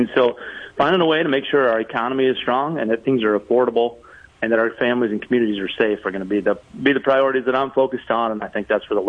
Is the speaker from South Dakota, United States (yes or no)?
yes; Arlington, South Dakota, United States; now in Madison, United States; You know, I grew up in Arlington. I live in Madison. These are safe communities. Growing up, we left our, you know, keys in the pickup and our front doors unlocked. That's the type of South Dakota I think that we all love